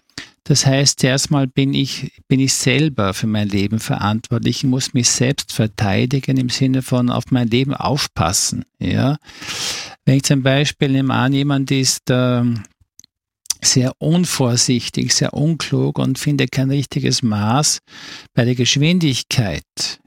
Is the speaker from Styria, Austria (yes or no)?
no; Vorarlberg, Austria; born or raised there; moved away